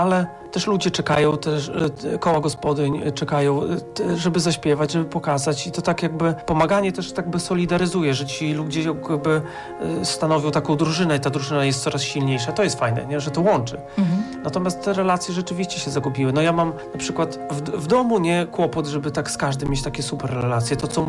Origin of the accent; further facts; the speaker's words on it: Podlaskie Voivodeship, Poland; u nas na Podlasiu